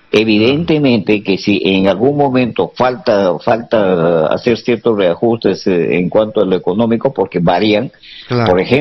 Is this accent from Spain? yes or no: no; Lamud, Amazonas, Peru; born there; Yo soy lamotino, yo soy nacido en Lamo.